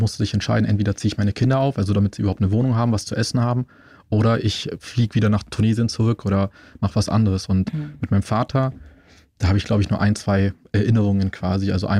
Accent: Munich, Bavaria, Germany; also ich bin in Schwabing aufgewachsen

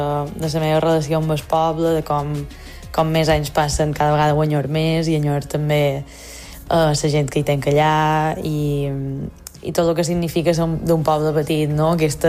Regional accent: Lloret de Vistalegre, Balearic Islands, Spain; moved away; les festes del meu poble, de Lloret de Vistalegre

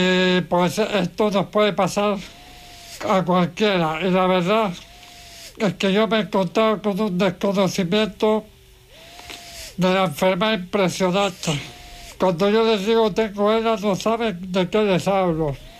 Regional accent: Chile; Soy español, pero tengo nací en Chile.

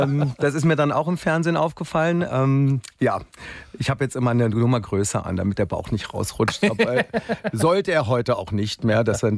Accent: Berlin, Germany; Ich bin aus Berlin.

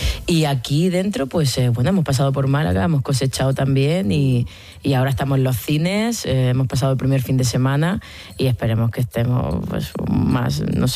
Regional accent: Morocco; Soy hispano-marroquín y marroquín. Soy hispano-marroquín, transcultural

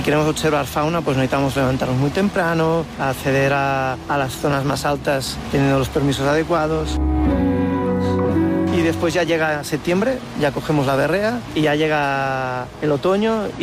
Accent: Barcelona, Catalonia, Spain; born there; now in Tornafort, Spain; Soy nacido en Barcelona, pero ya desde hace unos 15 años que vivo aquí en el Pallars Sobirà, en un pueblecito muy pequeño del Pirineo de Lleida, que se llama Tornafort.

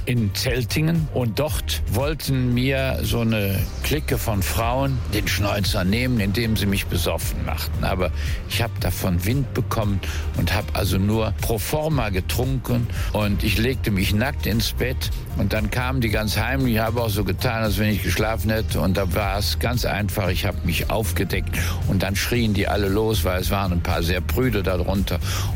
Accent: Luxembourg; now in Germany; Ich kam immer von Luxemburg nach Köln, als ich studierte, aber auch vorher bin ich durch die Eifel gefahren.

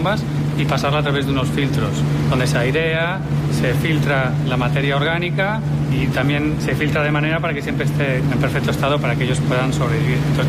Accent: A Coruña, Galicia, Spain; also born or lived in Cayman Islands; now in Mallorca, Spain; soy gallego, de Coruña, pero bueno, llevo aquí en Mallorca desde hace ya 17 años. Y vine precisamente para trabajar aquí. Yo estaba trabajando en el extranjero, bueno, soy biólogo marino

